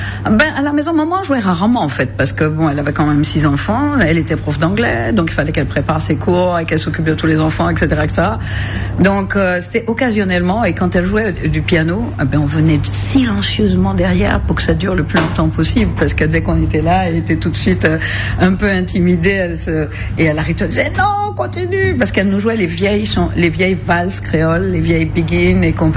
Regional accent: Martinique; now in France; moi j'avais l'intention de ne vivre que chez moi, en Martinique

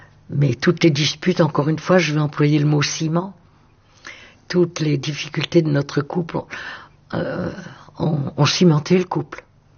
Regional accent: Hauts-de-France, France; accent: Northern French; D'abord, me faire perdre mon accent du Nord, qu'il a fallu que je reprenne.

